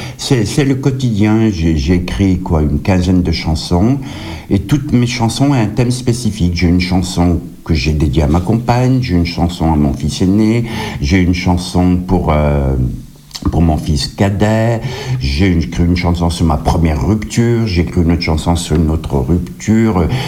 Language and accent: French; France; also born or lived in Kabylie, Algeria; Je suis kabyle, je suis né dans un petit village au sommet d'une montagne. Je suis kabyle, j'ai vécu toute ma vie en France, mais je suis d'origine berbère et kabyle.